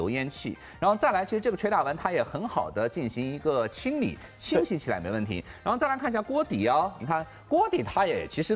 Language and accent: Chinese; Shanghai, China; 我们上海人